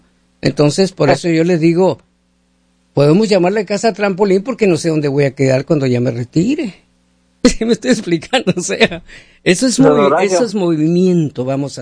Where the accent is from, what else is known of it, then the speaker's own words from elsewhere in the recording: Mexico; Porque somos hispanos, somos mexicanos, en este caso.